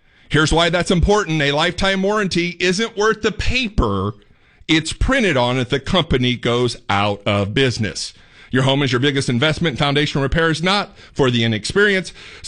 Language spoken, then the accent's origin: English; Fort Wayne, Indiana, United States; now in Texas, United States; we live in Texas, by the way. I'm from Indiana, Fort Wayne.